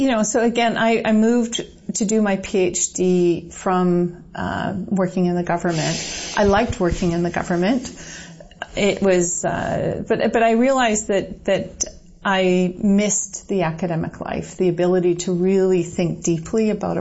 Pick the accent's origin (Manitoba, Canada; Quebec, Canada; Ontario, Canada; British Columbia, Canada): British Columbia, Canada; Kamloops; So I grew up in British Columbia, in Kamloops, and was the daughter of a gold miner, prospector.